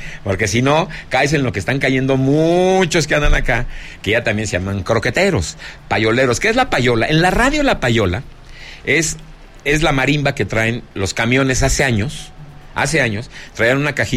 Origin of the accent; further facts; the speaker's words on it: Zacatecas, Mexico; Aquí, en mi tierra Zacatecas